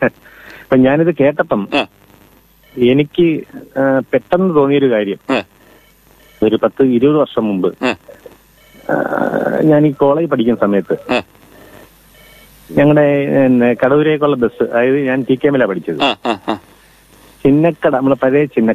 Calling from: Neeravil, Kerala, India; ഞാൻ നീരാവിൽ നിന്നാണ്.

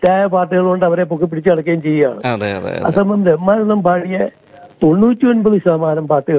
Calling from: Kollam, Kerala, India

